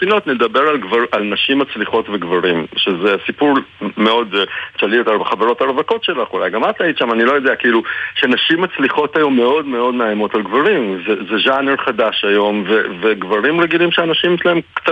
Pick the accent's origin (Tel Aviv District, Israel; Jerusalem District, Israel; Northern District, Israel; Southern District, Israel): Jerusalem District, Israel; Jerusalem; אני גדלתי בירושלים